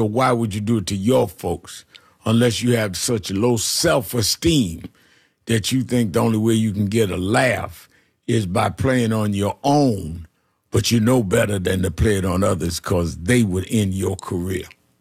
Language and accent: English; New York City, New York, United States; also born or lived in Brooklyn; when I was born in Brooklyn, my parents owned the house we first lived in. It was a four-family house. Moved to Hollis, Queens, big house.